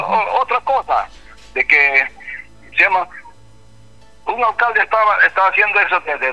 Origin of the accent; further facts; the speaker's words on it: Mazamari, Junín, Peru; yo crecí en Mazamari